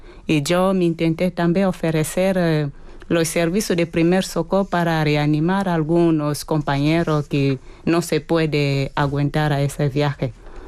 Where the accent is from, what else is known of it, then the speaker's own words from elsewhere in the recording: Cabinda, Angola; Spanish is a second language; moved away; Yo vengo de Angola, mi ciudad se llama Arikabinda.